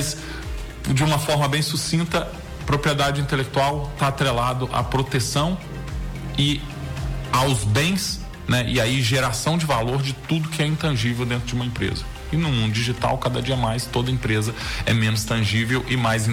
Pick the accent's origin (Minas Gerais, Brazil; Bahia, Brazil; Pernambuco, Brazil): Minas Gerais, Brazil; now in Lages, Brazil; Sou de Minas.